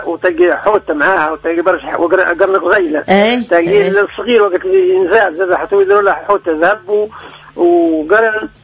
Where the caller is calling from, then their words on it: Ben Gardane, Medenine, Tunisia; من قردان.